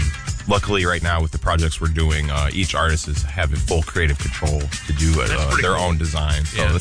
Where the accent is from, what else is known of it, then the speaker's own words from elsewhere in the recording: Toledo, Ohio, United States; I grew up in West Toledo.